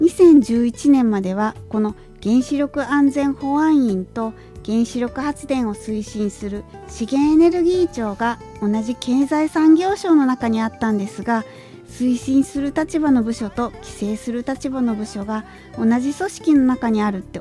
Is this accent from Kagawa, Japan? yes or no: no; Kure, Hiroshima, Japan; あ、私は生まれも育ちも広島県の呉市なんです。